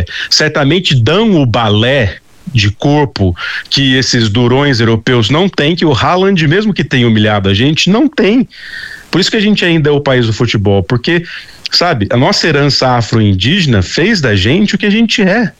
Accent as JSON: {"language": "Portuguese", "country": "Brazil", "said": "Eu, como brasileiro"}